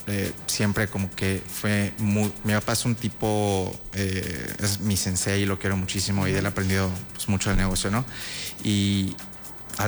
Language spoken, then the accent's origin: Spanish; Yucatán, Mexico; soy originario de Xuscap, una comunidad ubicada aproximadamente a 100 kilómetros al sur de Mérida.